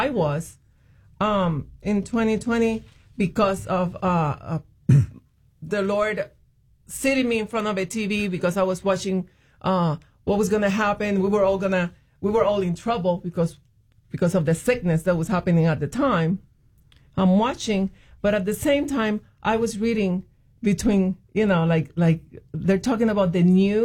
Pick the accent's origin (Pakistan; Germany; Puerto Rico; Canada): Puerto Rico; moved away; Growing up in Puerto Rico